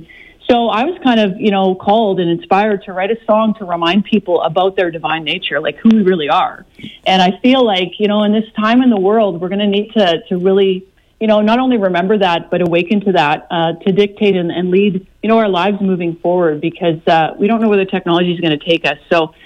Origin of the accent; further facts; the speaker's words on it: Saskatchewan, Canada; I was a country girl, part of prairie girl. I grew up actually in the southwest corner of Saskatchewan near a town called Lancer.